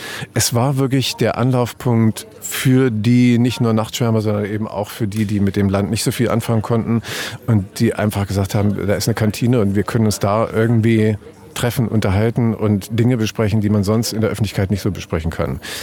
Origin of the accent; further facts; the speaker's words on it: Meiningen, Thuringia, Germany; moved away as an adult; ich bin in Meiningen groß geworden, ja. Bin dort zur Schule gegangen, Abitur gemacht